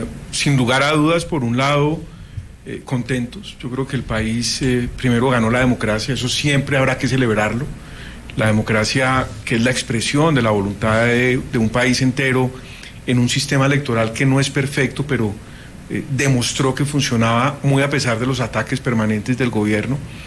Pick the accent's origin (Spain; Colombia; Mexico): Colombia; como ciudadano, como colombiano